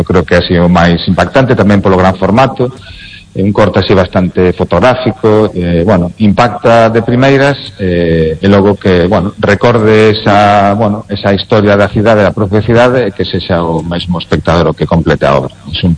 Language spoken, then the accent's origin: Galician; Lugo, Galicia, Spain; moved away